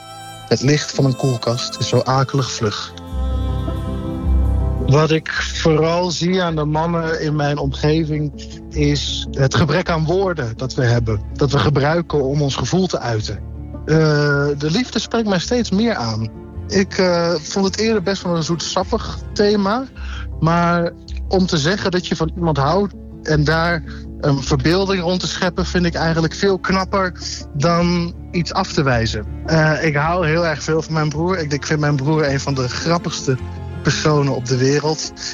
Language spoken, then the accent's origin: Dutch; Zutphen, Gelderland, Netherlands; now in Utrecht, Netherlands; Ik ben 28 jaar. Ja, ik ben in Zutphen opgegroeid.